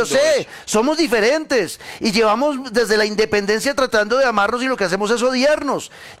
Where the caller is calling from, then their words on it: Colombia; Siendo colombianos